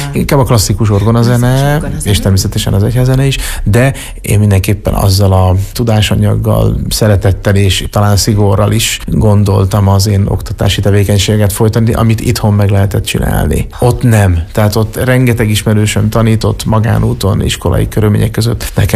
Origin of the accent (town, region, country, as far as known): Kecskemét, Bács-Kiskun, Hungary; born there